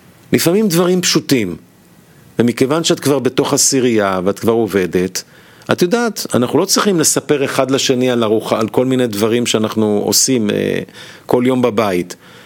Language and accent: Hebrew; Kiryat Gat, Southern District, Israel; הוא בא ממרוקו וההורים שלי עלו מהונגריה. הוא גר בחיפה ואני גר גדלתי בקריית גת.